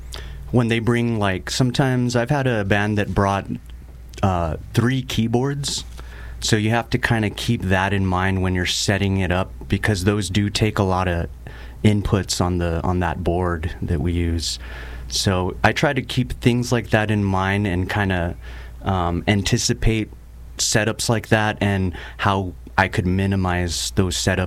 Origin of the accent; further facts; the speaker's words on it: Las Cruces, New Mexico, United States; moved away as an adult; also born or lived in Tempe / Los Angeles; Originally, yeah. I'm from Las Cruces.